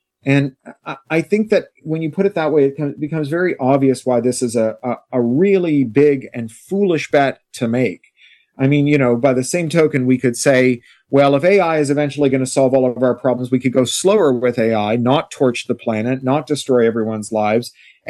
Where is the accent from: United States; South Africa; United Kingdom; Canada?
Canada; Like all the best Americans, I'm Canadian.